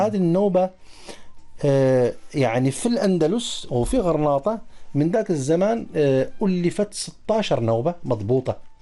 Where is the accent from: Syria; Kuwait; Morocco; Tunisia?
Morocco; وباقي حال الجمعيات مثلا عندنا في المغرب